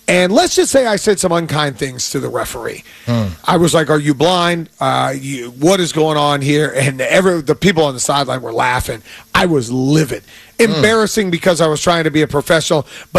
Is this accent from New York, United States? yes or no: no; Atlanta, Georgia, United States; What's going on in my hometown right now in Atlanta has just been absolutely fascinating.